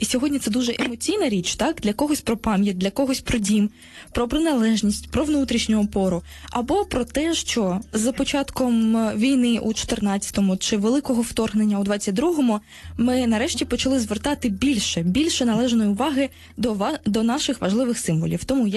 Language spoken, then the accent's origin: Ukrainian; Kharkiv, Kharkiv Oblast, Ukraine; born there; я народилася на Східній Україні, в Харкові